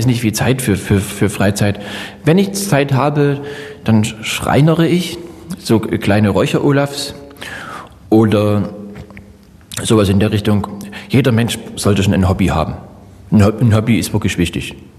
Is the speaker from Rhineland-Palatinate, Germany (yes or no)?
no; Plauen, Saxony, Germany; born there; now in Dresden, Germany; mein Lebensmittelpunkt ist ja mittlerweile Dresden. Ich bin ja im Vogtland geboren, ich bin gerne dort geboren